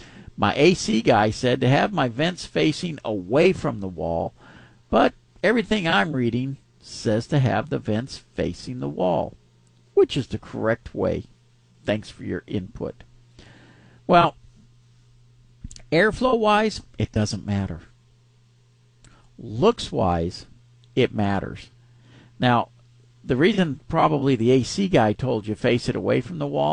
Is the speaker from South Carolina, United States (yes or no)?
no; Pasadena, Texas, United States; born or raised there